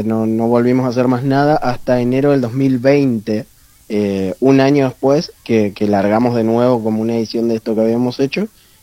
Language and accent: Spanish; Santa Fe, Argentina; nosotros somos del interior de Santa Fe también, o sea, no solo del interior del país, sino del interior de la provincia también.